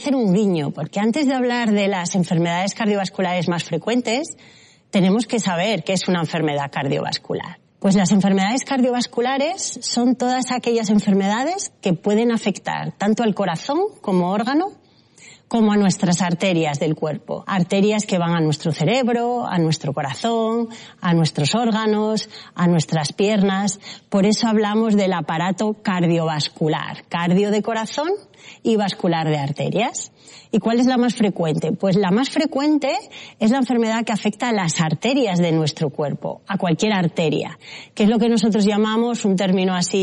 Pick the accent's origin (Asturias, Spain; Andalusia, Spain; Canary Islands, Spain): Asturias, Spain; Soy asturiana y como buena asturiana